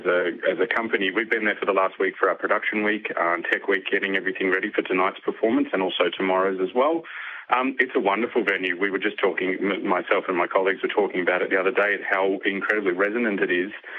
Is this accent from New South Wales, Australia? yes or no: no; Geelong, Victoria, Australia; I'm from Geelong, you know, regional Victoria, and it's not as prevalent in that area